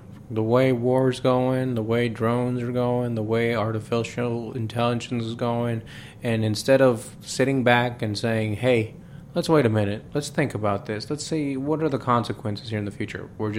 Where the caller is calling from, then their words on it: United States; just because I'm American.